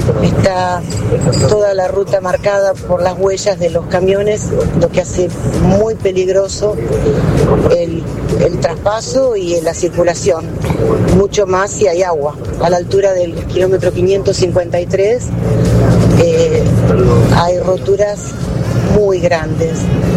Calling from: La Pampa, Argentina; pasa por La Pampa, por nuestra provincia.

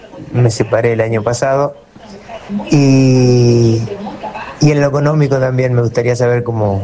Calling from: Pehuajó, Buenos Aires Province, Argentina; de Pehuajó.

